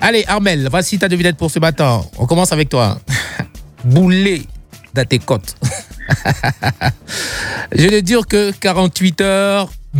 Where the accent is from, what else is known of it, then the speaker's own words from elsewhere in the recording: Côte d’Ivoire; Oui, la bonne musique, ça part toujours d'ici, de chez nous, en Côte d'Ivoire.